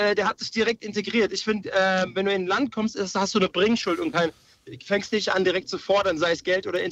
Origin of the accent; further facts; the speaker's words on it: Wiesbaden, Hesse, Germany; Gute, Lukas, Grüße in meiner Heimatstadt nach Wiesbaden. Da bin ich geboren und aufgewachsen.